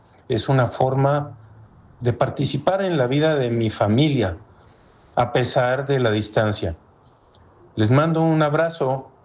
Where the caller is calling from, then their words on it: Mexico City, Mexico; Les hablo desde la Ciudad de México.